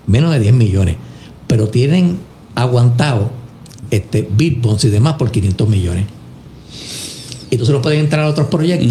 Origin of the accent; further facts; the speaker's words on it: Puerto Rico; todos somos puertorriqueños que estamos ahí, la inmensa mayoría.